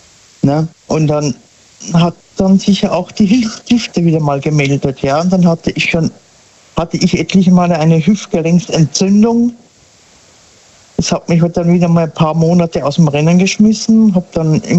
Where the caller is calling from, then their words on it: Sinsheim, Baden-Württemberg, Germany; aus der Ecke Sinsheim.